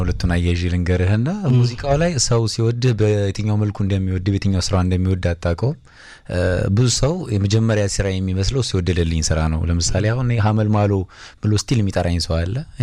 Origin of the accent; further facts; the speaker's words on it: Addis Ababa, Ethiopia; እኔ አዲስ አበባ ልጅ ነኝ። ያው ፈረንሳይ ለጋ ሲሆን ያው ብዙ ሰው ያውቃታል።